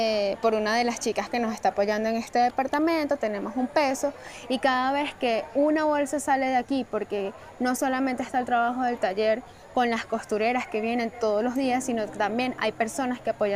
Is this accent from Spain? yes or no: no; Venezuela; que la gente entendiera también como venezolanos la problemática de los residuos textiles.